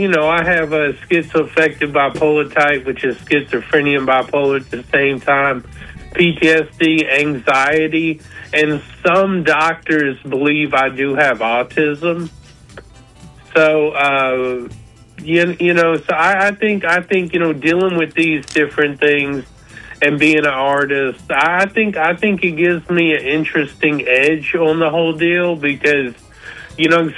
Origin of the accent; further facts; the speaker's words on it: Appalachia, United States; born or raised there; moved away